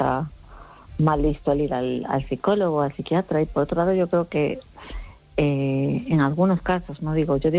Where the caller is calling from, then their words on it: Ferrol, Galicia, Spain; de Ferrol.